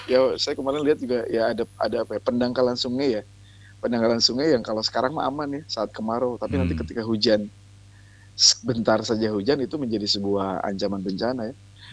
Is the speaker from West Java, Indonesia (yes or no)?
yes; Bandung, West Java, Indonesia; saya sebagai orang Bandung